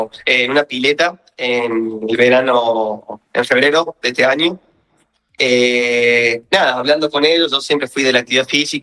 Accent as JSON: {"language": "Spanish", "town": "Alta Gracia", "region": "Córdoba", "country": "Argentina"}